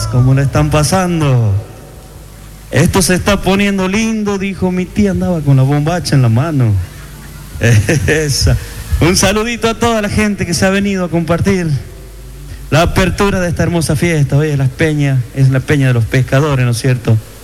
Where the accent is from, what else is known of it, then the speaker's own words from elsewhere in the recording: Fortín Lavalle, Chaco, Argentina; Nosotros venimos de la costita del Bermejo, de un pueblito llamado Fortín Lavalle, a unos 50 kilómetros de Juan José Castelli, más al norte, en el corazón del impenetrable